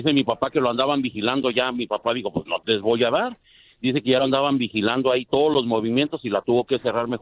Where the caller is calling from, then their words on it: Mexico City, Mexico; no soy de Guerrero, yo soy de la Ciudad de México.